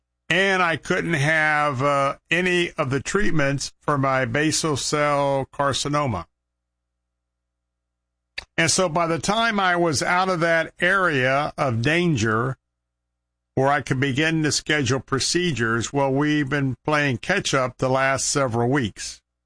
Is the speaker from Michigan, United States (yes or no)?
no; Tampa, Florida, United States; I was born and raised here in Tampa.